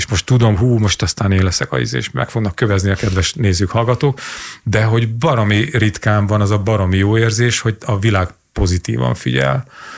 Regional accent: Hungary; mert magyarok vagyunk

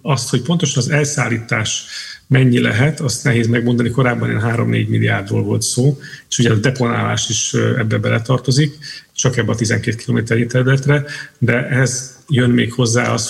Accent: Szombathely, Vas, Hungary; én azt mondom szombathelyiként is

